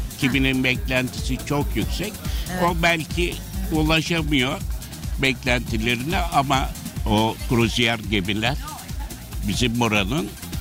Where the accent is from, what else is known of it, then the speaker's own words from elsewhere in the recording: İzmir, Turkey; also born or lived in Kuşadası; İzmirliyim ama yarım Kuşadalı sayılırım.